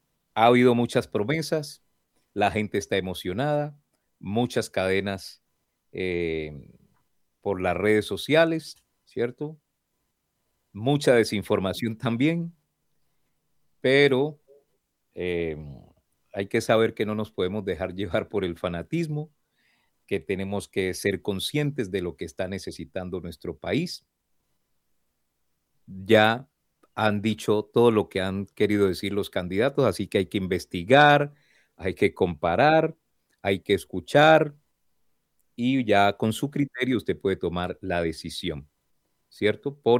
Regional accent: Colombia

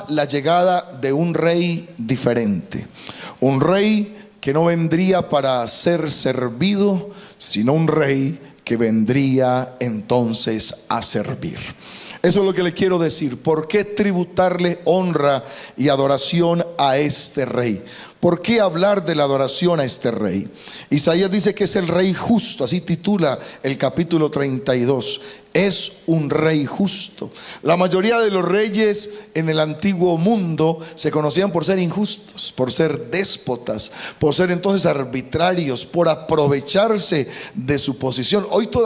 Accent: Antioquia, Colombia; Como buenos paisas somos desconfiados, ¿cierto?

